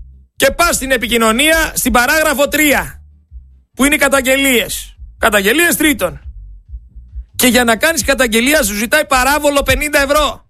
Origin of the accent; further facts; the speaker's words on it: Greece; εγώ σαν Έλληνας πολίτης